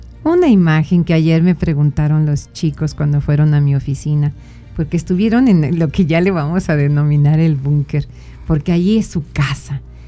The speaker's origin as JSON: {"language": "Spanish", "country": "Mexico", "said": "porque soy orgullosamente mexicana."}